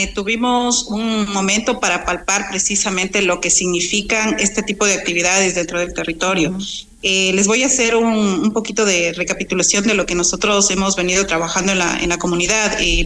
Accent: Pichincha, Ecuador; nosotros también somos de MQ, ¿no? Nosotros estamos dentro del Distrito Metropolitano de Quito. O sea, el hecho de que seamos una zona rural, eso no significa que no seamos parte de.

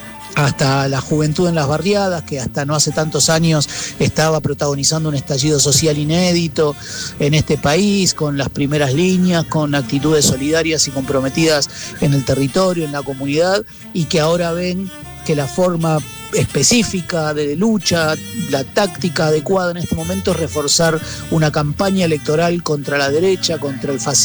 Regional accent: Argentina; estoy ahora en Colombia, soy argentino

